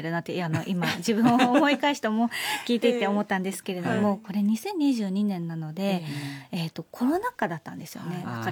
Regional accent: Okinawa, Japan; born or raised there; moved away as an adult; now in Tokyo, Japan

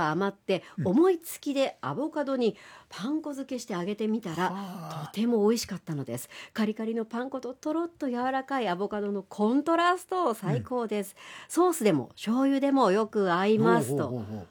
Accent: Kanagawa, Japan; 江戸っ子、うん、まあ、出身は神奈川県です

